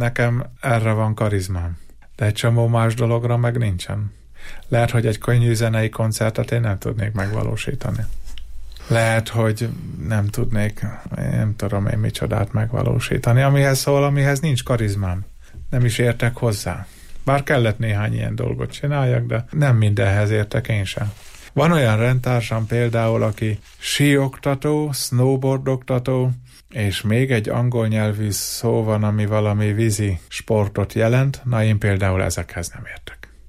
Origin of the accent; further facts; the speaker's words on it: Jászság, Hungary; Hát nyilván én egy elkötelezett jász ember vagyok, és erős rokálpatrióta.